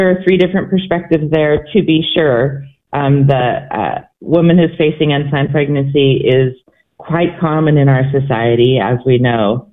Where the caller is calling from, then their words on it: Boise, Idaho, United States; Actually, I'm calling in from Boise, Idaho. Relocated like 2 years ago.